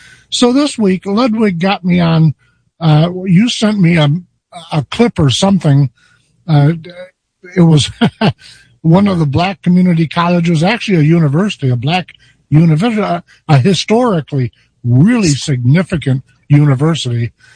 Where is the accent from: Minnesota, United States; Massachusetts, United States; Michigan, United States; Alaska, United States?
Michigan, United States; No, I'm from Michigan.